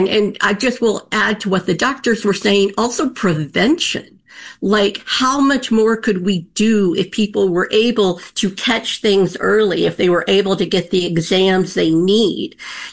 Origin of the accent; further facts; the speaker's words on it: New York, United States; I'm not just saying this as a New Yorker